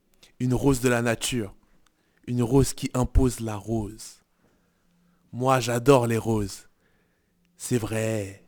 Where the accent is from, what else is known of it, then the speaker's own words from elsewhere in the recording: Cameroon; moved away; Je viens du Cameroun